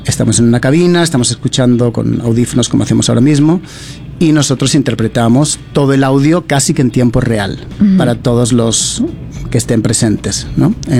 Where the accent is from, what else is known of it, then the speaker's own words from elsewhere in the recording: Spain; Spanish is a second language; also born or lived in United Kingdom; desde muy joven fui del Reino Unido, donde yo nací, a vivir a España. Viví muchos años ahí en España y aprendí a hablar español y eres niño, aprendes el idioma muy fácilmente